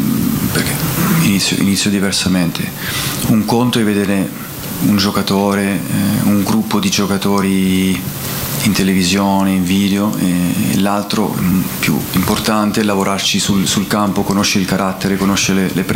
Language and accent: Italian; Bocchigliero, Calabria, Italy; also born or lived in Rossano; Io sono nato a Rossano, ma sono di Bocchigliero, un paese che io, sì, io amo